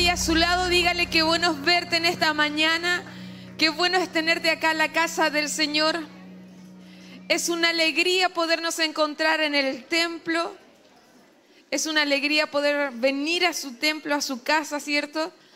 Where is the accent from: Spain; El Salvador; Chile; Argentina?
Chile; Concepción, Biobío; moved away as an adult; now in Los Ángeles, Chile; en Los Ángeles, este año cumplimos 9 años nosotros como pastora allá en la iglesia, pero soy penquista. Soy de acá, de Concepción. Nos enviaron hace 9 años a la ciudad de Los Ángeles desde acá. Esta es nuestra casa.